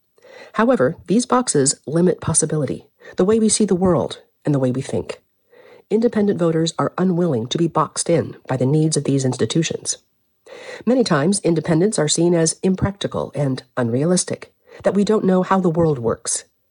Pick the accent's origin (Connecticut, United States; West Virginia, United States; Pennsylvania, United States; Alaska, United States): West Virginia, United States; In my home state of West Virginia, we are being sidelined from important races